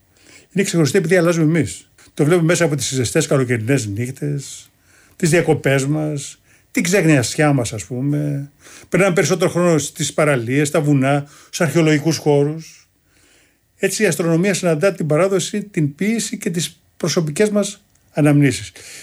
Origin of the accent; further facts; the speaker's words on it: Kymi, Central Greece, Greece; Έτσι το λέμε στην πατρίδα μου στην Κύμη.